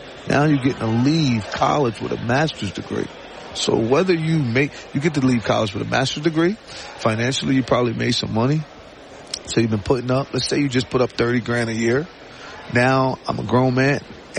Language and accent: English; Camden, New Jersey, United States; moved away; Like, I am from New Jersey, born and raised in Camden, New Jersey. That means everything to me